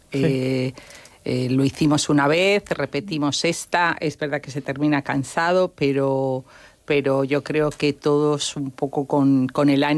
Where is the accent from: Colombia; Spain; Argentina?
Spain; A Coruña, Galicia; aunque la mayoría somos de La Coruña, o el origen es La Coruña, pero al final nos hemos ido desperdigando por ahí.